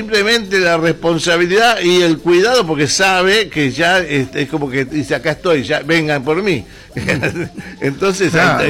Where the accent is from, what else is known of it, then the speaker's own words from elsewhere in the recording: Buenos Aires, Argentina; Yo me crié en Mataderos, yo me crié en la puerta de casa, en la calle.